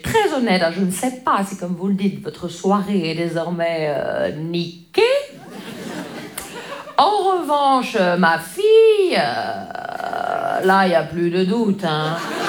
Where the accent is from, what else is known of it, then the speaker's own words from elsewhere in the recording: Grand Est, France; Vous savez, moi, je viens des Vosges.